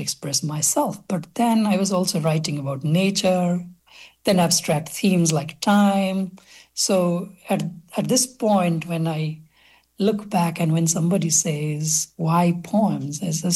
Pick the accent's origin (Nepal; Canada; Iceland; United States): Nepal; first language Nepali; English is a second language; I write in Nepali, which is my first language, and that's where I started writing my poetry initially and had published my first book.